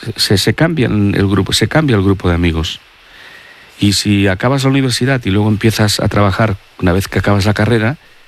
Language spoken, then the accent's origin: Spanish; Catalonia, Spain; Los catalanes somos amigos.